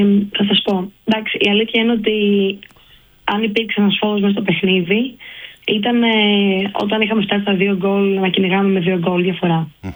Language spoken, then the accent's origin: Greek; Australia; Λέμε, μου λέει στα αγγλικά επειδή είμαι Αυστραλέζα, today is the day.